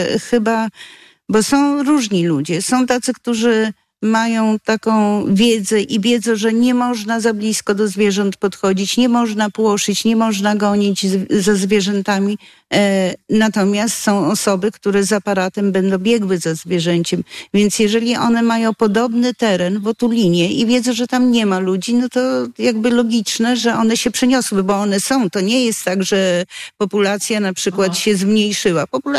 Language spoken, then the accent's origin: Polish; Podlaskie Voivodeship, Poland; born there; No ja już się urodziłam na tych terenach, natomiast moi rodzice nie są stąd.